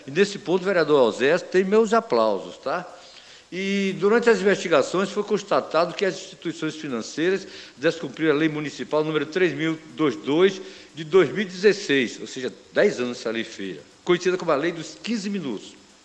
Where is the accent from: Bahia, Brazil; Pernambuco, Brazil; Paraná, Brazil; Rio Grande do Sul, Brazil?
Bahia, Brazil; que eu sou de Jacuípe